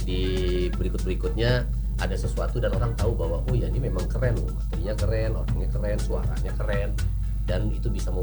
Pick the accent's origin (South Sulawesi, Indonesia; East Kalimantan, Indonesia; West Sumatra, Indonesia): West Sumatra, Indonesia